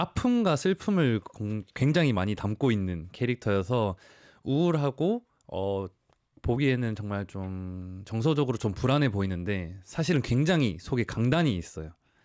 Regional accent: Busan, South Korea; 이제 제가 부산 사람이다 네.

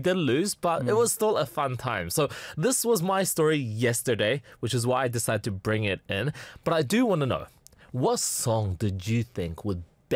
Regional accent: New Zealand; I never played basketball because I was a small Asian kid amongst all the tall, you know, Kiwis in New

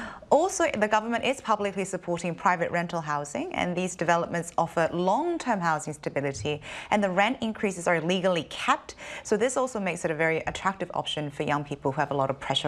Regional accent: New Zealand; moved away; I grew up in New Zealand, as you guys all know, so nature is a big part of my life. So still living in the city

